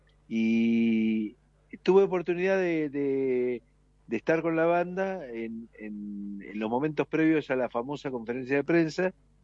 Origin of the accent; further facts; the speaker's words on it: Argentina; Porque en realidad, cuando alguna gente del exterior te pregunta, como argentino, y nombras a … suena como una extravagancia argentina, ¿viste?